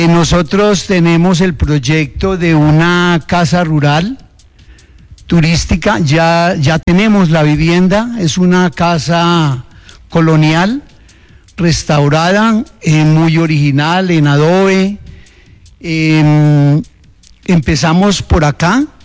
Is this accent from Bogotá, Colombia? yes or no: yes; Bogotá, Colombia; moved away as an adult; now in Ramiriquí, Colombia; Mi esposa viene del Quindío, yo soy de Bogotá. Y nos juntamos, nos encontramos en el camino y resultamos viviendo acá.